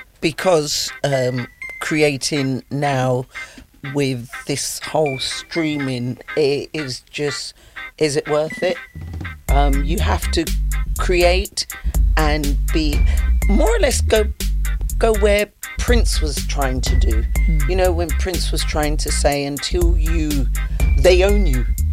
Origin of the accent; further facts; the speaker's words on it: United Kingdom; as British people, musicians